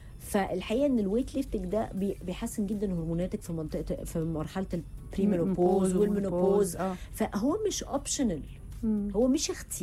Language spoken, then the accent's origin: Arabic; Cairo, Cairo Governorate, Egypt; اتولدت في شبرا. يعني عشت اول سنين من عمري في شبرا في بيت جدتي ام امي، وافتكر طبعا شبرا والعماره والجيران، وكنت انا الطفله الوحيده يعني في العماره كلها،